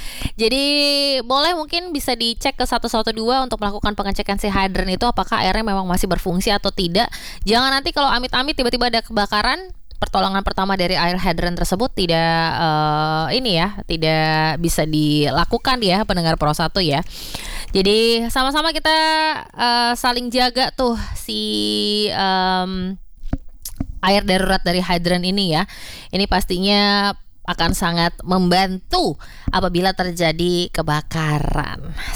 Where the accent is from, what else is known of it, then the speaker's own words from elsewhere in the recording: Jakarta, Indonesia; saya sebagai warga Jakarta Barat